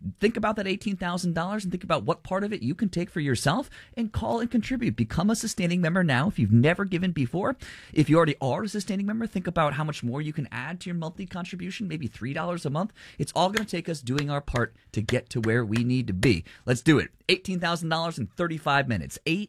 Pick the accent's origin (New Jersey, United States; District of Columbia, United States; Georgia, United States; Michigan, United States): New Jersey, United States; Montville